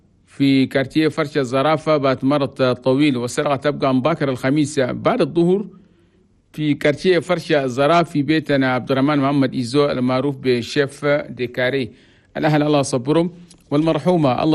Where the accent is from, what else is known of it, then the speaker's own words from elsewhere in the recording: Chad; أنا بلدنا تشاد بلد توماي كابيت